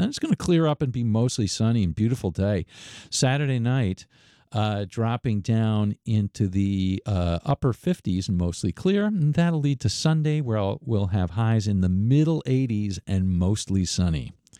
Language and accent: English; Michigan, United States; moved away; I remember growing up in Michigan